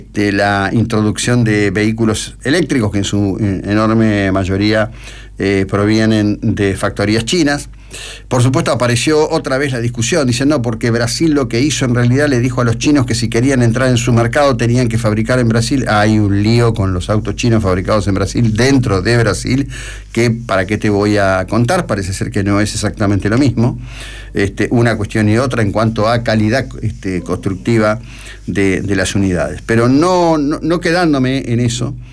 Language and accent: Spanish; Argentina; Yo no soy español, soy argentino